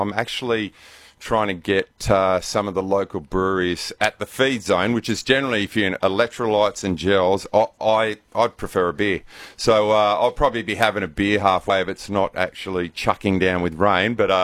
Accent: Armadale, Western Australia, Australia; born there; now in Queensland, Australia; I was born in Armidale in West Australia, and I live in Queensland currently. But it's always any excuse to get back home.

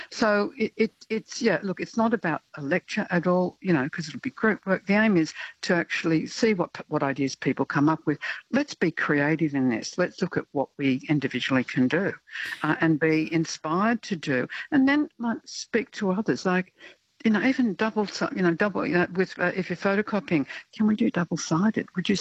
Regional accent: Sydney, New South Wales, Australia; I grew up in Sydney, and I grew up beside the Royal National Park

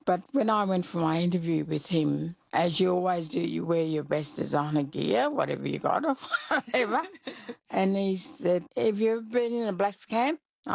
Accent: Christmas Creek, Western Australia, Australia; born there; I was born in the Great Sandy Desert, Christmas Creek, the Whitefield School at Christmas Creek, but we know it as, and my mother always knows it, as Croonall.

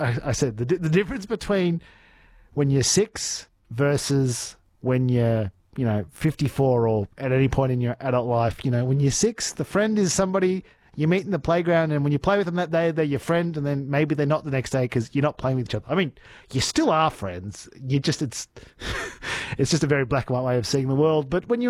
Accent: Chile; I knew them in primary school growing up in Chile.

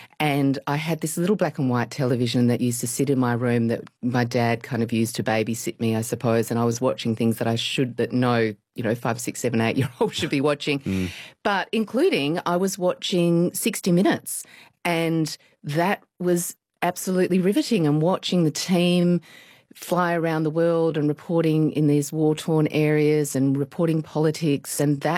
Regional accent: Australia; as an Asian growing up in Australia in the 70s

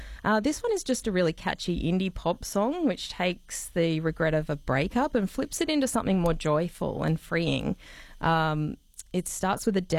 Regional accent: Townsville, Queensland, Australia; born there; And I was born in Townsville.

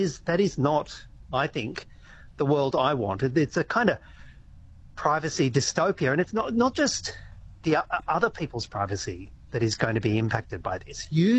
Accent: New South Wales, Australia; You know, there are prohibitions in my home state of New South Wales, for example, about covert surveillance at work.

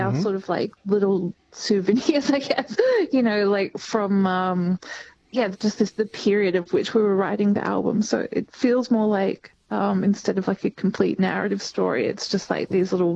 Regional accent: St Kilda, Victoria, Australia; Well, I think this has maybe been lost in translation, but I grew up in St Kilda, but I've married someone who is a country boy.

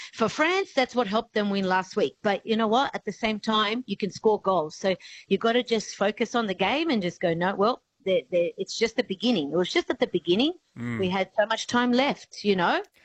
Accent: Argentina; To be honest, look, I love a lot of the Latino teams. I am from Argentina.

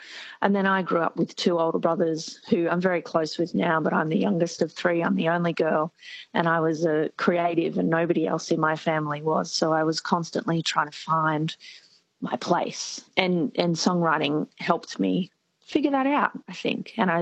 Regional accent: Queensland, Australia; I'm from Southeast Queensland

